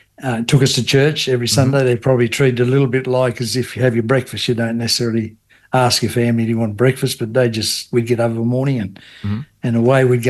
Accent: Devonport, Tasmania, Australia; Yeah, I was born in Devonport, and so I've been here all my life, but certainly had the opportunity to have a bit of a look around, haven't just stayed here.

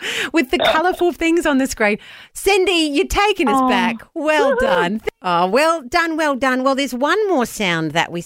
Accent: New Zealand; moved away; I'm a Kiwi, so I grew up

